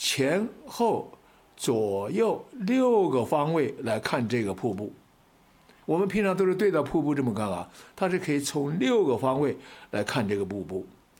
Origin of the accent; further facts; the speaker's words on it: Anhui, China; moved away; 我的家乡就在安徽。